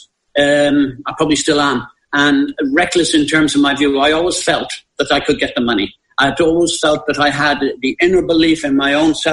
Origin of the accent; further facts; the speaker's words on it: Ireland; I was born just after the war, and I must tell you, as an Irish person, I felt inferior. I had an inferiority complex when I went to England.